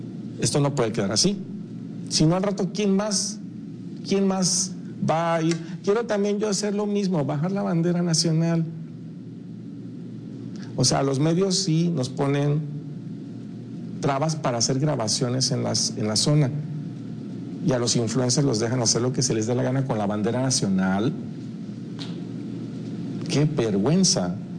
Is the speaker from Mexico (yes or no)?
yes; Mexico; como periodista, como ciudadano mexicano